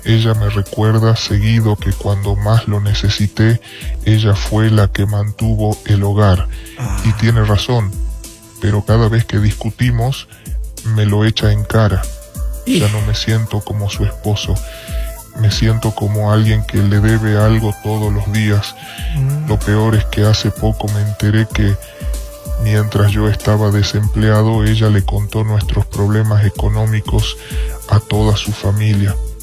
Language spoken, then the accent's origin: Spanish; Chiapas, Mexico; Hola, Pato. … soy de Chiapas y llevo 12 años casado.